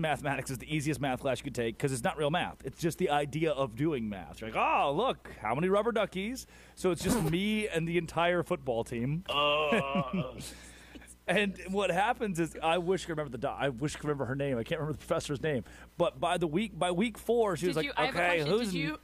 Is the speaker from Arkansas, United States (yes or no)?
yes; Arkansas, United States; I grew up in Arkansas.